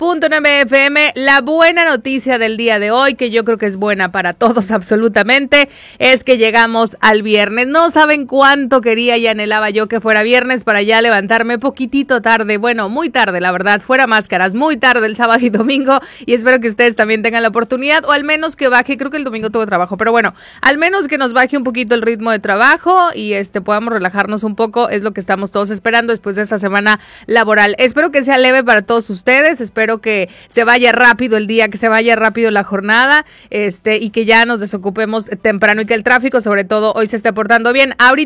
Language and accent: Spanish; Mexicali, Baja California, Mexico; el calor nos ha dado una tregua a los mexicalenses